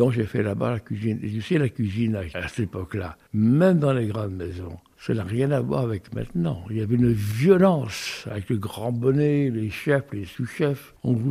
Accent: Île-de-France, France; moved away as an adult; Ben, nous venons de la région parisienne.

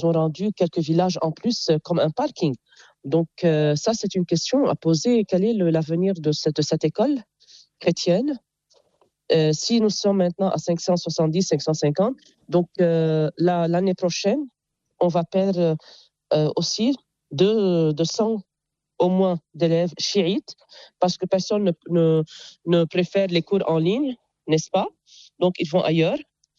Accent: Jounieh, Keserwan-Jbeil, Lebanon; Et puisque je suis de Jounieh, vous voyez, L'élève ou bien l'enfant dépend de son environnement. À Jouni, il y a la plage, il y a la mer.

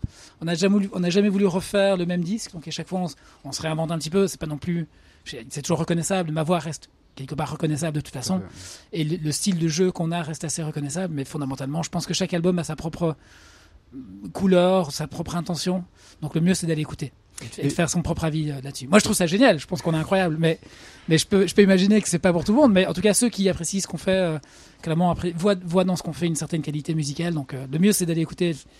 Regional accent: England, United Kingdom; French is a second language; also born or lived in Brussels, Belgium; Donc Ziggy est suédois, Romain est français. Moi, je suis anglais d'origine. Mais on vivait tous les trois à Bruxelles.

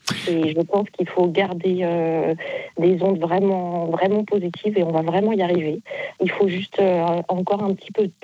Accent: Bois-le-Roi, Normandy, France; Alors, moi, je suis de Bois-le-Roi, donc nous sommes 1300 habitants.

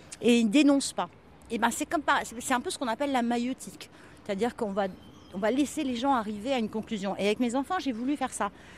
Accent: Nice, Provence-Alpes-Côte d'Azur, France; born there; also born or lived in Göttingen; On était à Göttingen et elle était partie sur Nice, là où étaient ses parents, et je suis née à Nice pour ça.

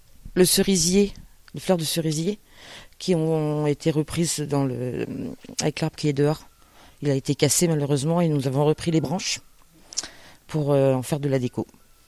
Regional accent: France; also born or lived in Nantes; Oui, parce que moi je suis habitante depuis que je suis gamine. Hein, mes parents habitaient le bâtiment juste derrière. Là. Et après j'ai été nantaise de cœur et moi maintenant j'habite à Saint-Jacques.

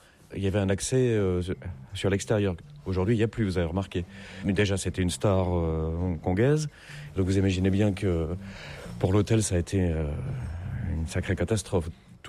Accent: Nouvelle-Aquitaine, France; moved away as an adult; now in Hong Kong; la Charente, donc mon pays natal, que j'adore. Et donc la Charente, où j'ai commencé à faire mon école hôtelière là-bas, mon école de sommellerie. Et après, je suis parti travailler dans le Périgord.

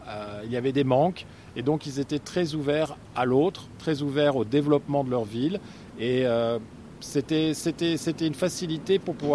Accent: France; now in United States

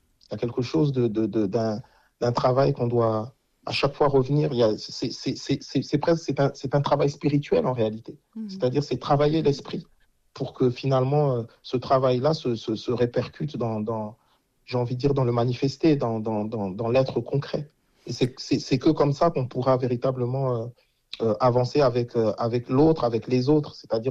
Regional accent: France; nous sommes des Français.

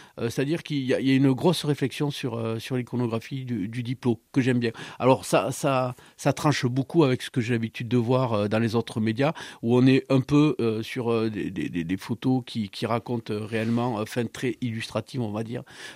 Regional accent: Occitanie, France; moved away as an adult; also born or lived in Paris; je suis carcassonnais, j'ai grandi à Côte-Minervois, je suis vraiment quelqu'un de l'Aude. J'ai quitté Paris vers la vingtaine, je me suis formé énormément sur Paris

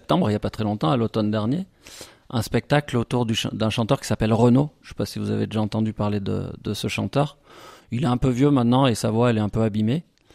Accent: Le Puy-en-Velay, Auvergne-Rhône-Alpes, France; J'ai grandi au Puy.

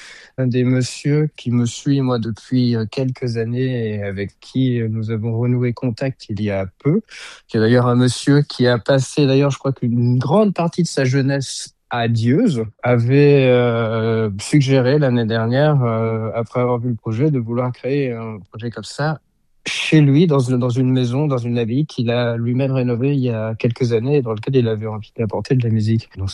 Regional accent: Grand Est, France; born there; on a le festival du Saulnois, qui est pour moi ma région natale.

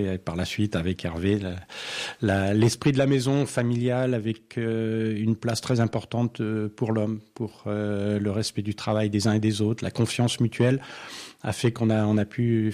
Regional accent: Nouvelle-Aquitaine, France; je suis un enfant du pays, effectivement. Ma famille est dans les sols des Charentes depuis bien des siècles

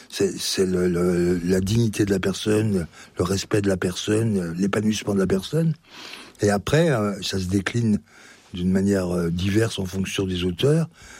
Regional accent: Belley, Auvergne-Rhône-Alpes, France; born or raised there

